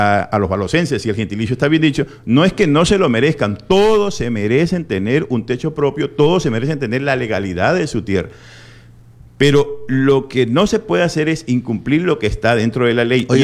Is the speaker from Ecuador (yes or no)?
yes; Machala, El Oro, Ecuador; Max, tú y yo somos machaleños, y todos los que somos de aquí de Machala y los que vivimos aquí, viven en la ciudad de Machala